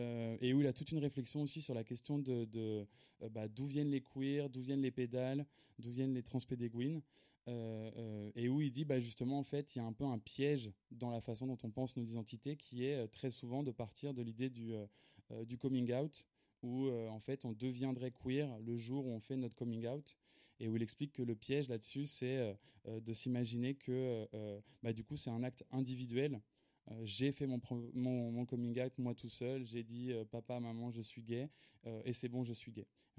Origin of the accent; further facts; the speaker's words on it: Paris, Île-de-France, France; also born or lived in Madrid; moi du coup je suis de Paris